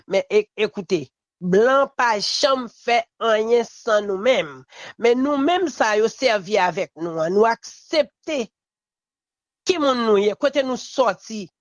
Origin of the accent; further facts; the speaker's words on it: Haiti; Parce que moi-même, je me sens frustré en tant que haïtien.